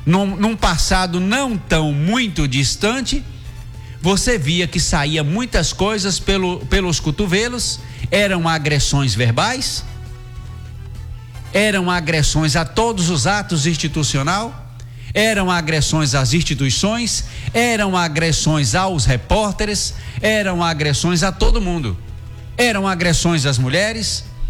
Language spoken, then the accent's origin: Portuguese; Brazil; nós somos brasileiros, que nós somos nato filho dessa terra